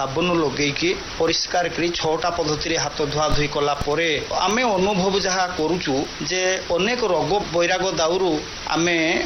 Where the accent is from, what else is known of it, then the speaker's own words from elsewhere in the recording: Digaresia, Odisha, India; ଆମ ଗାଁ ହେଉଛି ଦିଗରେସିଆ, ଗ୍ରାମ ପଞ୍ଚାୟତ ଗୌଡ଼ନା ଏବଂ ବ୍ଲକ ହେଉଛି କୁଳିଅଣା।